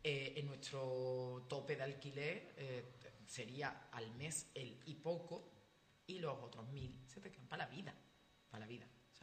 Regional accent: Los Barrios, Andalusia, Spain; O yo que soy de los barrios

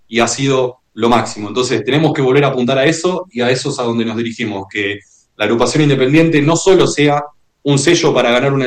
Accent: Tandil, Buenos Aires Province, Argentina; En este momento estoy en Tandil y yo soy oriundo de acá, nacido y criado acá.

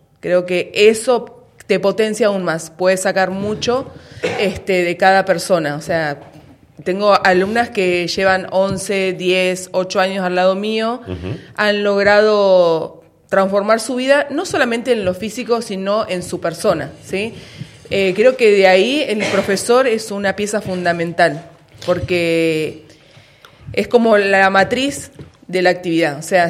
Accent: Neuquén, Argentina; now in Plottier, Argentina; soy de Neuquén, estoy viviendo en Plotier

